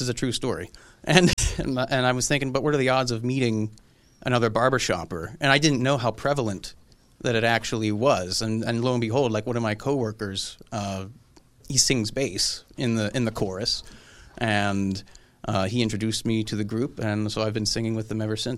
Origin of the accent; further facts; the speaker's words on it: Lewistown, Pennsylvania, United States; We're originally from central Pennsylvania, the Lewistown, kind of like near the State College reg